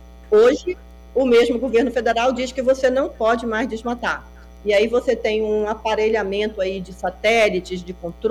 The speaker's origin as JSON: {"language": "Portuguese", "region": "Pará", "country": "Brazil", "said": "Isso eu, enquanto brasileira, enquanto paraense, eu não posso aceitar, enquanto amazônida."}